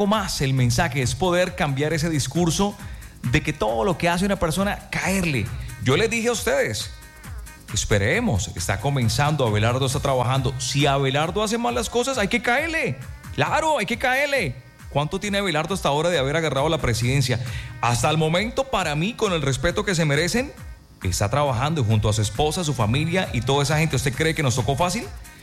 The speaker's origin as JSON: {"language": "Spanish", "country": "Colombia", "said": "yo soy colombiano"}